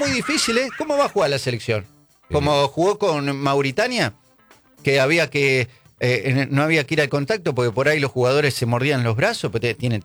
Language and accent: Spanish; Argentina; Son preguntas que me hago como un argentino promedio.